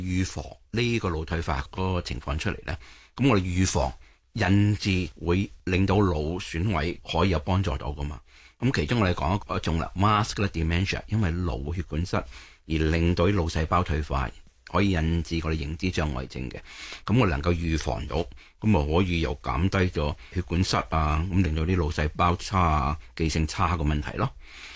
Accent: China; 我哋中国人咧就因为年长病人即系 嗰一代嘅时候咧，打麻雀就会比较多啲嘅

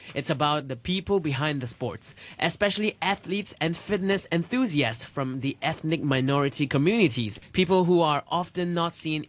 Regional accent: Bangladesh; English is a second language; from Bangladesh.

